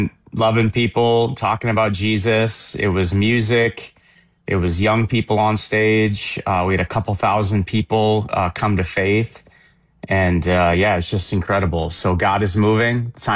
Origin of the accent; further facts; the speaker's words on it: North Dakota, United States; I'm from North Dakota. I think when I grew up, man, we always used to say there was 500, maybe 600,000 people in the state.